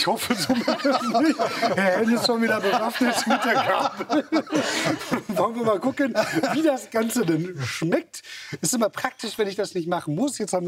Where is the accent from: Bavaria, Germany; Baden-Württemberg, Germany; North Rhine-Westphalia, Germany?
North Rhine-Westphalia, Germany; Ich komme aus dem Ruhrgebiet, aber Braunkohle ist jetzt nicht das, was ich probieren wollte.